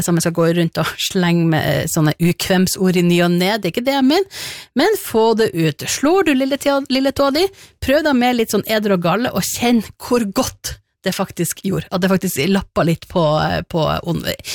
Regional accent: Northern Norway, Norway; Jeg mener, altså jeg er jo nordlending. Vi har jo lært av søringene at vi alltid bannes.

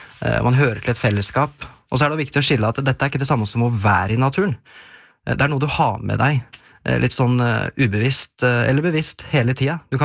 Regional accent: Løten, Innlandet, Norway; jeg har jo vokst opp I Mjøsperiferien, kan du kanskje kalle det. Jeg kom fra Løten, så det jo rett øst for... Rett øst for Mjøsa.

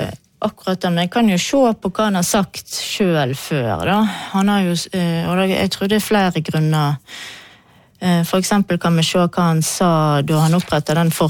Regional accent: Fusa, Vestland, Norway; Jeg er jo fra Fusa, der denne fabrikken er fra.

